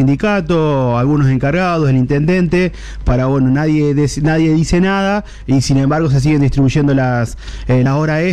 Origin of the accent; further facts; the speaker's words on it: Tucumán, Argentina; Y ambos somos tucumanos, así